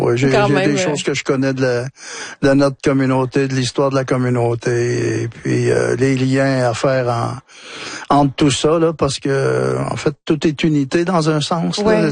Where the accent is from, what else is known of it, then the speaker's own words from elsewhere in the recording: Wôlinak, Quebec, Canada; Mais depuis, je dirais, 8 ans, là, j'ai étudié la langue. Chez nous, à Wolinak, la langue avait été éteinte.